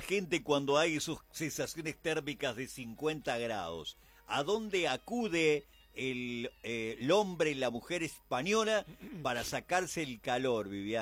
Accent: Tacuarembó, Uruguay; now in Rivera, Uruguay; Yo cuando me vine de Tacuarembó, acá lo padecía Rivera, porque es impresionante el calor que se siente acá.

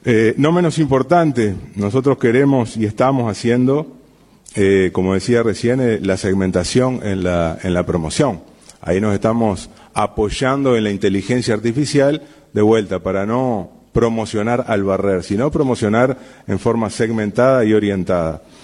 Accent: Salto, Uruguay; cuando éramos chicos en Salto, recuerden que yo soy de Salto

